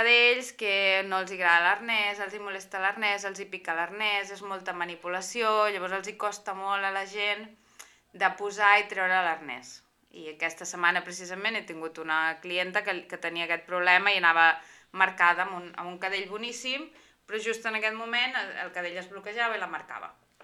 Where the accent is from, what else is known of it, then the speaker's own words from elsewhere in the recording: Ripoll, Catalonia, Spain; moved away; Jo que sóc de Ripoll